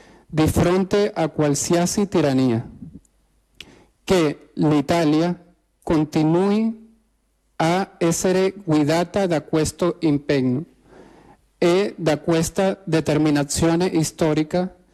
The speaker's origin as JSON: {"language": "Italian", "country": "Venezuela", "second_language": "Italian", "said": "Mi scuso per me italiano. Oggi, da venezuelano e anche italiano"}